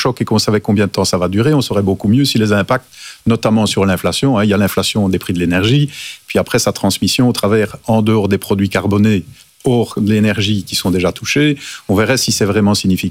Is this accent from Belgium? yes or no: yes; Wallonia, Belgium; et plutôt la Wallonie, je suis wallon, que la Flandre, mais enfin, c'est la Belgique unique qui est pointée du doigt